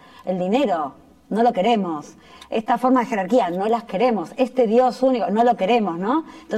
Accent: Argentina; yo soy argentina, vengo de un país colonizado

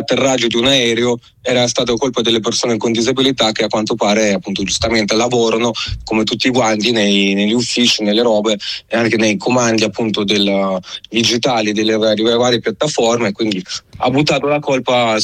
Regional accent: Lombardy, Italy; now in Milan, Italy; perché appunto parlo da lombardo.

